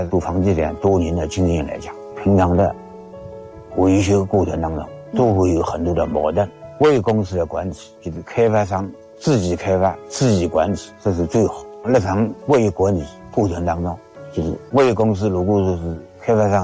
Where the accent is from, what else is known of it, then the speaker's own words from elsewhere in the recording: Yangzhou, Jiangsu, China; 我老家是江苏扬州的